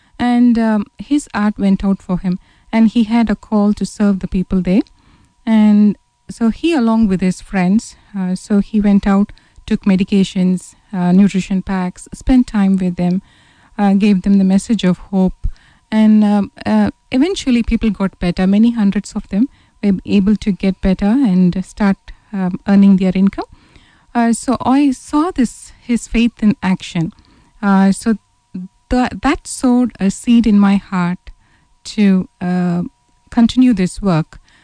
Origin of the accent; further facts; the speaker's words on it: Thoothukudi, Tamil Nadu, India; I was born and raised in Tuticorin.